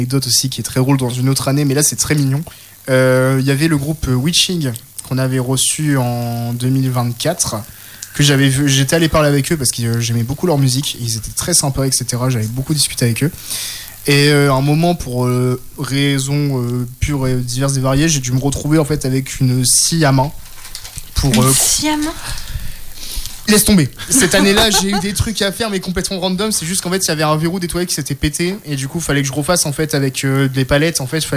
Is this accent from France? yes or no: yes; France; je suis français